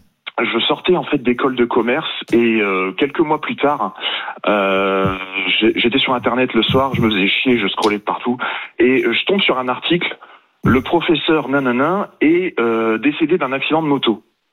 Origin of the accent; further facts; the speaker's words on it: Condé-sur-l'Escaut, Hauts-de-France, France; now in Dijon, France; Je viens de Condé-sur-l'Escaut, dans le Nord.